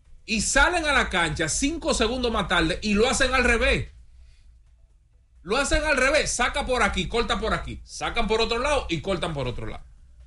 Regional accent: Dominican Republic; A nosotros somos, como dominicanos

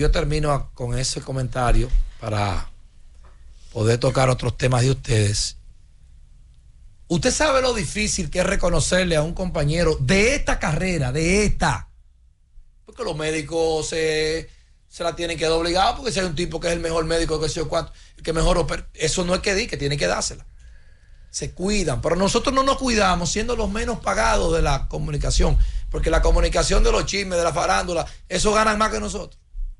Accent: San Francisco de Macorís, Duarte, Dominican Republic; Yo soy privilegiado de San Francisco de Macorís.

